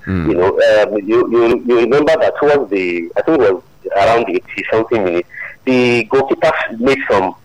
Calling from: Abuja, Federal Capital Territory, Nigeria; I'm calling from Abuja.

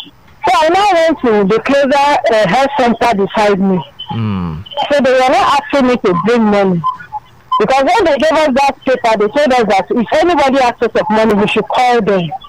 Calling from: Lagos, Nigeria; I'm calling from Ijayi.

